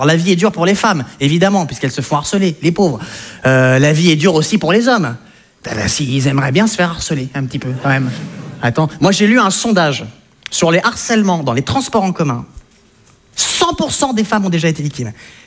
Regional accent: France; alors donc je me présente, donc … Bon, moi ce qui est un petit peu de rigolo chez moi, c'est qu'en fait je suis français, mais j'ai des origines hollandaises, belges, françaises, mongoles, chinoises, turques et suédoises.

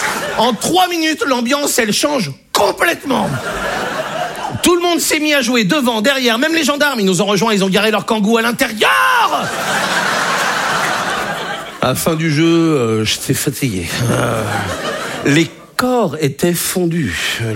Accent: Brittany, France; Je suis breton. Moi, j'ai été accepté en Bretagne.

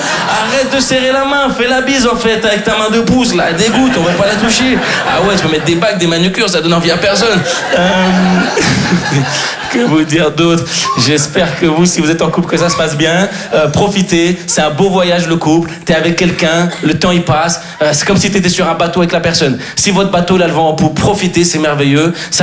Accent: Switzerland; Je dis, mec, je suis suisse, mais je suis pas la Suisse, en fait.

